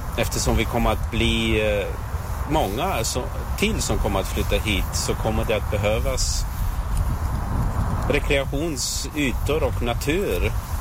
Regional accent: Salzburg, Austria; now in Sweden; jag är uppvuxen i Österrike, i Salzburg, i Alperna. Det är en stad mitt i Alperna. Och när jag flyttade till Henriksdalsringen så saknade jag det här med bergen och med skogen.

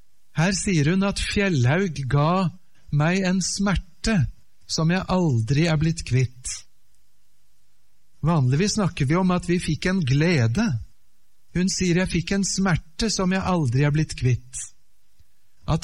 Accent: Japan; also born or lived in Norway / Oslo, Norway / United States / Germany; Jeg kommer altså ifra Norge, men jeg ble født i Japan. Jeg vokste opp der som barn av misjonærer. Mine foreldre var der i 25 år. Så jeg fikk min barndom og oppvekst

